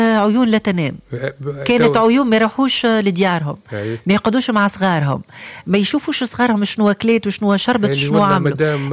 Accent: Tunisia

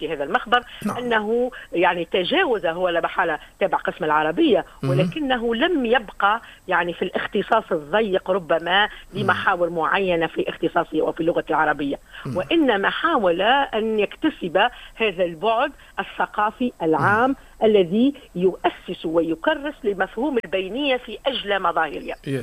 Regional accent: Kelibia, Nabeul Governorate, Tunisia; born there; also born or lived in Menzel Temime; أنا بطبيعتي مسقط رأسي ولدت في مقليبيا، في مدينة قليبيا

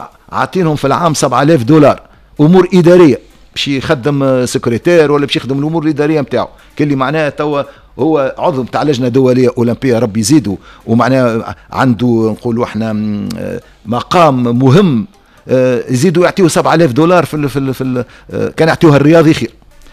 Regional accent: Tunisia; احنا في تونس

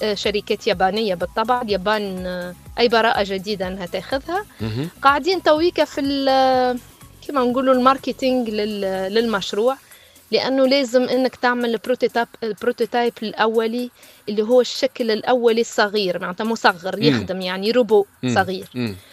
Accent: Tunisia; moved away as an adult; now in Saudi Arabia; أنا والله سعيدة اللي أنا تونسية،

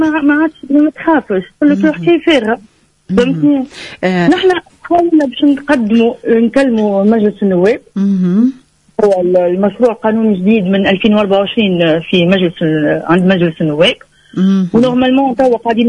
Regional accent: Tunisia; عندنا في تونس

